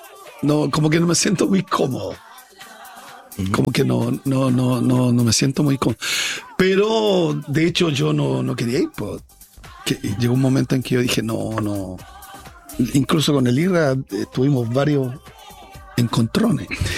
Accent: Chile; En Chile somos muy raros, chilenos.

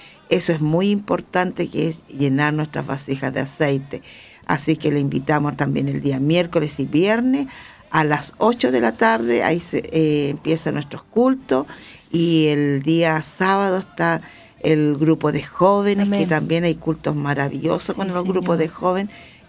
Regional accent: Chile; nosotros aún aquí en nuestro país, Chile, nosotros podemos congregarnos

